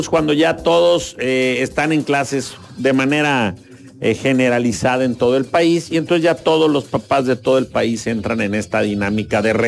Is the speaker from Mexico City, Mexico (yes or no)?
no; Tapachula, Chiapas, Mexico